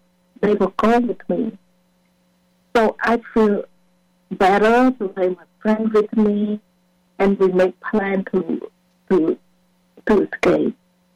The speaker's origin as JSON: {"language": "English", "region": "Battambang", "country": "Cambodia", "tie": "born or raised there", "second_language": "English", "moved": "yes"}